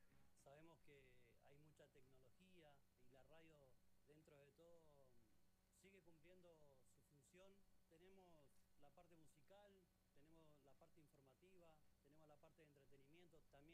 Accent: Las Ovejas, Neuquén, Argentina; soy de Las Ovejas. Estamos acá ubicados en Radio Viva

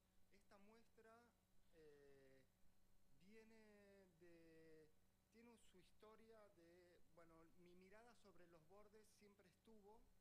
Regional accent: Neuquén, Argentina; Y me tocó ir a vivir a un borde y mi infancia fue en un borde. Yo me crié en Neuquén cuando el patio de mi casa terminaba en la barda.

